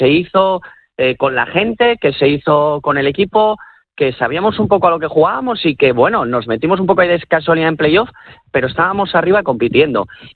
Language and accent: Spanish; Gijón, Asturias, Spain; Y muchos de los que somos de Gijón opinamos lo mismo que te acabo de decir yo